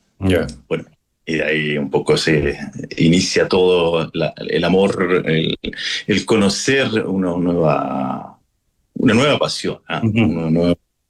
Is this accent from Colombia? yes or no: no; São Paulo, Brazil; now in Chile; crecí en São Paulo, en Brasil, uh-huh. Por temas familiares nos fuimos a vivir los años 80. En el año, justamente el inicio del 91, regresamos a Chile